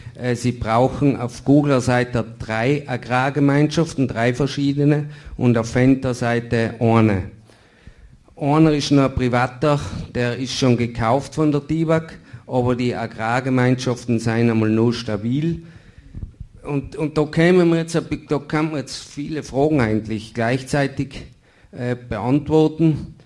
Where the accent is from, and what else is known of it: Tyrol, Austria